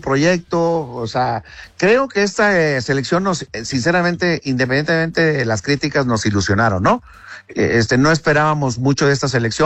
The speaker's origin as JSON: {"language": "Spanish", "country": "Mexico", "said": "Y aquí en nuestro país no somos como los argentinos, como los uruguayos"}